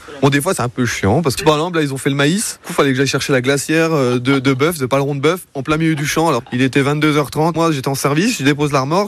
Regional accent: Épinal, Grand Est, France; born there; Je suis vosgien. Je suis pas originaire d'ici, moi je suis né à Épinal, qui est à 30 minutes d'ici.

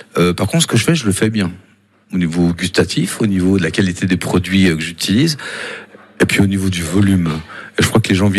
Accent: Bourgogne-Franche-Comté, France; parce que je suis jurassien

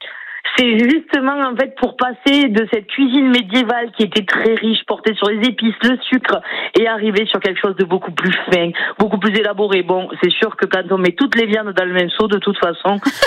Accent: Occitanie, France; notre petit territoire enclavé qui était le Languedoc

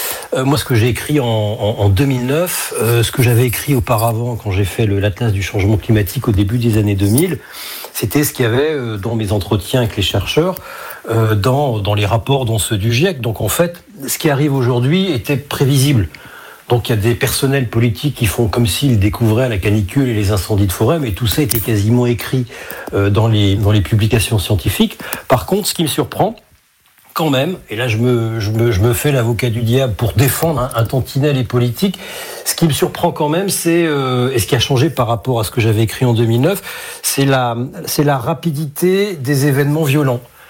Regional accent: Hauts-de-France, France; chez moi dans le Nord-Pas-de-Calais

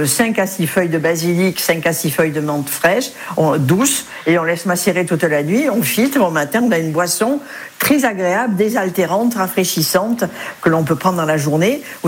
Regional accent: Provence-Alpes-Côte d'Azur, France; comme on dit chez nous, en Provence.

